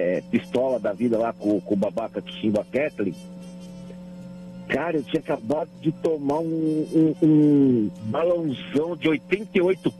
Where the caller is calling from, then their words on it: São Paulo, Brazil; Falo da Zona Norte de São Paulo.